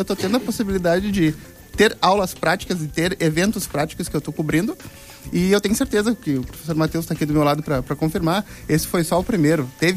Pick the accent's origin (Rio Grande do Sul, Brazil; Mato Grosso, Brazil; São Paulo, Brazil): Rio Grande do Sul, Brazil; Porto Alegre; Eu sou de Porto Alegre.